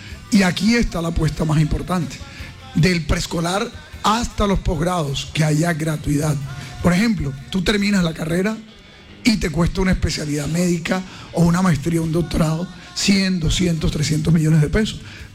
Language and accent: Spanish; Caribbean Region, Colombia; Yo soy un hombre del Caribe, pero que además no solamente soy del Caribe, sino que vivo en el Caribe. Aquí están mis hijos